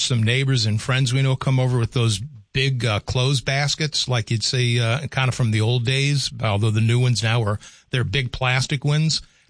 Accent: the South, United States; I'm from the South as well. Virginia, North Carolina gas stations, you could get hot soup.

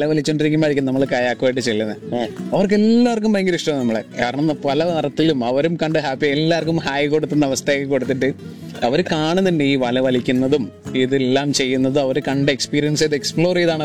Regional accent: Maravanthuruthu, Kerala, India; ഞാൻ ഇവിടെ ആയിരുന്നു ജനിച്ചു വളർന്നതും എല്ലാം ഇവിടെ ആയിരുന്നു

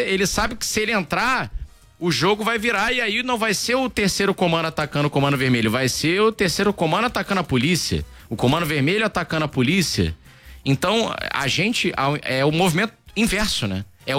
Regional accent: Rio de Janeiro, Brazil; eu citei mais cedo onde eu fui criado, pega ali o conjunto do Ipaze, não é o mesmo conjunto do Ipaze que a gente citou lá na Praça C, que é um homônimo, né? Que fica ali na Vila Cosmos, Vicente de Carvalho.

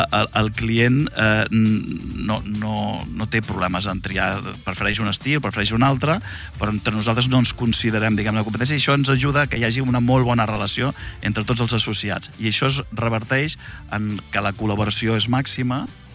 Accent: Cambrils, Catalonia, Spain; Jo sóc de Cambrils.

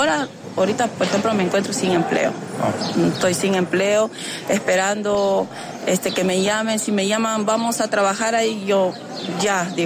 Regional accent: Peru; moved away as an adult; now in Spain; me vine a España por un tema de... Allá en mi país, en Perú, hay mucha extorsión.

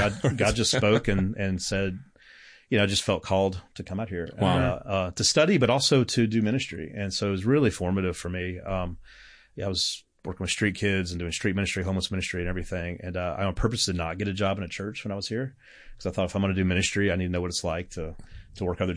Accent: the South, United States; So when I went to Montgomery, I said, well, I'm going to, even though it's the South, I'm from the South, I'm going to see this as a missionary.

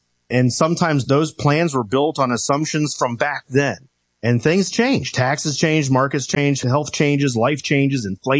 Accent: Cincinnati, Ohio, United States; I'm from the Midwest. So I went to a school in Cincinnati, Ohio, St. Xavier High School.

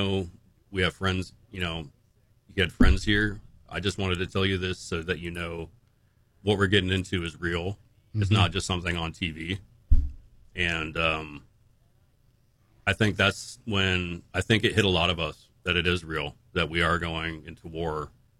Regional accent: Pacific Northwest, United States; I grew up on the Pacific Northwest, and we lived near the ocean and stuff like that.

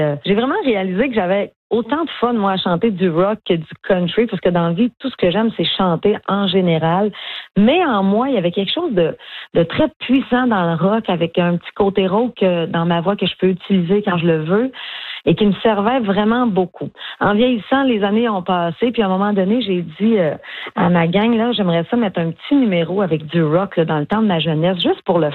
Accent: Normandin, Quebec, Canada; born there; Le Clairon, c'est un bar où je travaillais quand j'étais jeune, au Lac Saint-Jean, à Normandin.

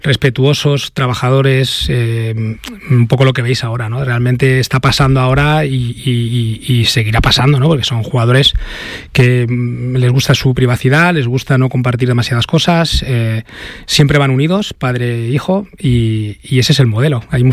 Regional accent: Leganés, Community of Madrid, Spain; da la coincidencia que también soy de Leganés

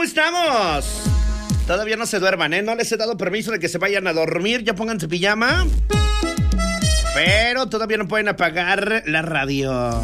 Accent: Cuichapa, Veracruz, Mexico; una de allá de mi pueblo, de Garrigo Cuichapa

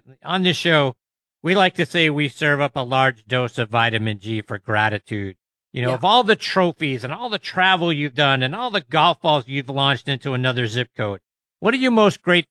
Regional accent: Pittsburgh, Pennsylvania, United States

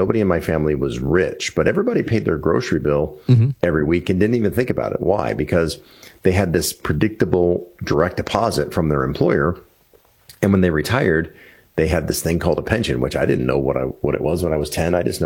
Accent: Washington, District of Columbia, United States; I grew up in the Washington, D.C. area.

